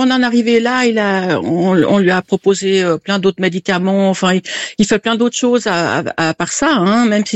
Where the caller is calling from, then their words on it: Italy; Il est chez nous en Italie.